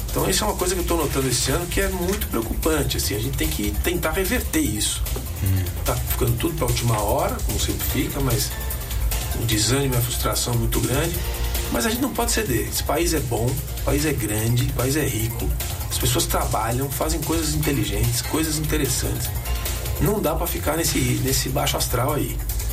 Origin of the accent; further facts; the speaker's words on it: São Paulo, Brazil; Nós somos paulistas.